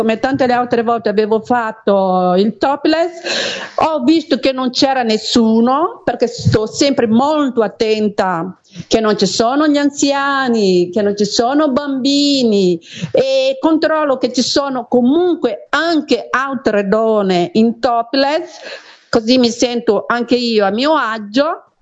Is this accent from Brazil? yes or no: yes; Brazil; now in Italy; come al solito da buona brasiliana.